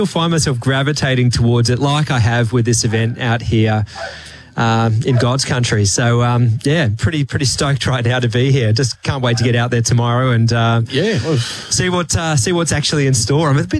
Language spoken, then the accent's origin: English; Perth, Western Australia, Australia; I grew up in Perth in WA.